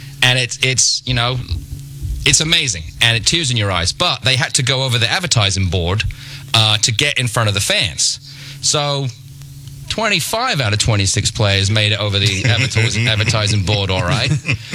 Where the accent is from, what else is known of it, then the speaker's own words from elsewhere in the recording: England, United Kingdom; again, being English people think of the U.S. as like New York, L.A.